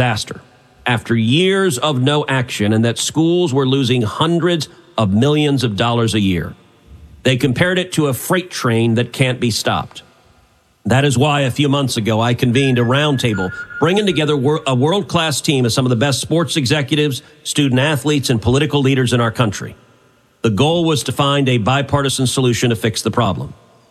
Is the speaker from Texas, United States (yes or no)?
yes; Texas, United States; Let's take my home state of Texas. Look, my home state of Texas